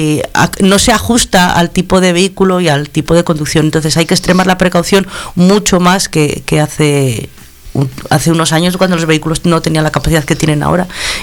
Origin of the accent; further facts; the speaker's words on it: Castile and León, Spain; para los que somos de tierra de campos